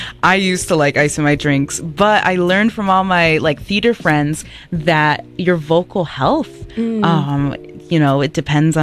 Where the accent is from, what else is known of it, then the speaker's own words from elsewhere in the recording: United States; we're American.